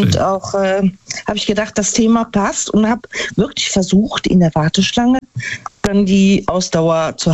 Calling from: Neunkirchen-Seelscheid, North Rhine-Westphalia, Germany; Ja, ich bin aus Neunkirchen-Silscheid

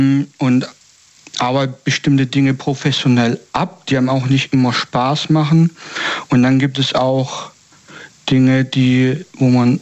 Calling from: Stuttgart, Baden-Württemberg, Germany; Ich komme aus der Gegend Stuttgart.

